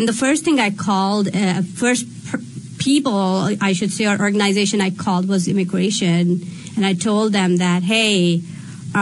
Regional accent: Pakistan; moved away as an adult; now in United States; I grew up in Islamic Republic on Pakistan.

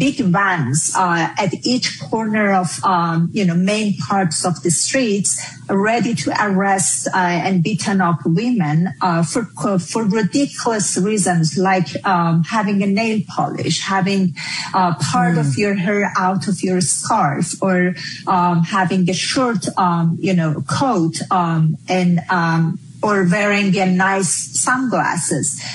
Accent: Iran; first language Persian; English is a second language; moved away; my native language Farsi

